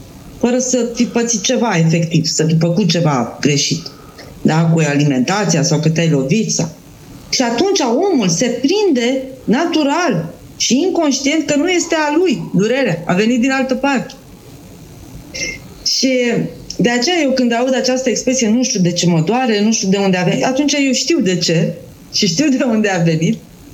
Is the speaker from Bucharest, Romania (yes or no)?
yes; Bucharest, Romania; Eu fiind în București, eu sunt din București.